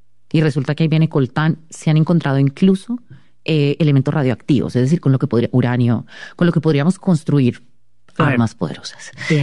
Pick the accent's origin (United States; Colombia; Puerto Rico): Colombia; lo que en Colombia hemos conocido como la doctrina del enemigo interno